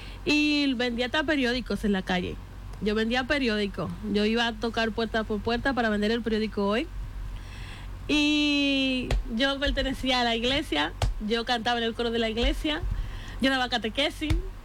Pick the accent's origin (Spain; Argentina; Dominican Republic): Dominican Republic; Villa Mella, Santo Domingo; Pues yo soy de Villamella, de Barrio Nuevo, de Villamella.